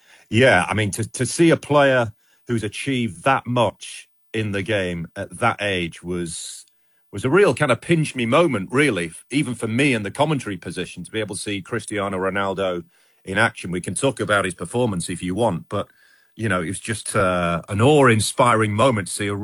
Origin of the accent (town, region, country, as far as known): England, United Kingdom